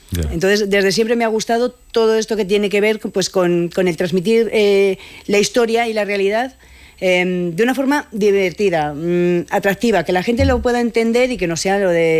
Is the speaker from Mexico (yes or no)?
no; Logroño, La Rioja, Spain